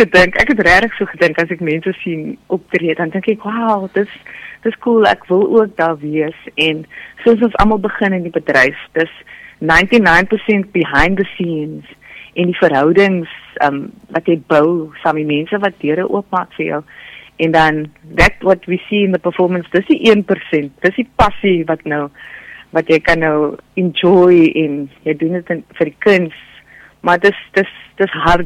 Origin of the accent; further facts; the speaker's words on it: Western Cape, South Africa; ek is van die Kaap